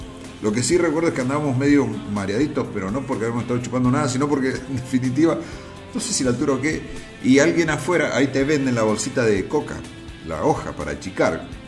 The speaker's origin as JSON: {"language": "Spanish", "area": "San Rafael", "region": "Mendoza", "country": "Argentina", "tie": "born or raised there", "moved": "yes", "said": "Parecía el canal de mi pueblo ahí en Gush, en San Rafael Mendoza"}